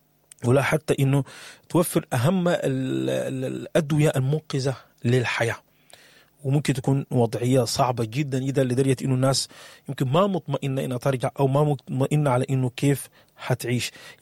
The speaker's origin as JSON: {"language": "Arabic", "country": "Sudan", "said": "بلدنا السودان"}